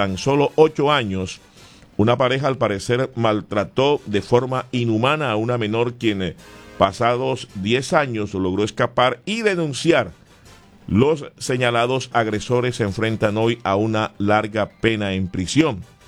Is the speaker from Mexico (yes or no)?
no; Colombia